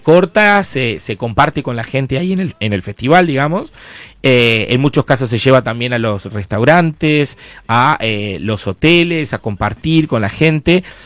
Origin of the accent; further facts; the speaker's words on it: Azul, Buenos Aires Province, Argentina; moved away; also born or lived in Tandil; la gente de Azul, de mi ciudad natal